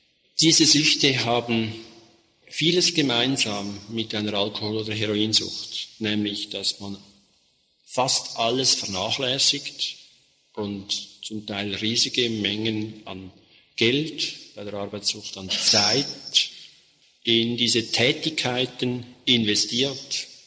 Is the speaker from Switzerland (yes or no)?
yes; Switzerland; Bei uns in der Schweiz gibt es eine ganze Palette, hier wahrscheinlich auch, 10, 15 Markenpräparate.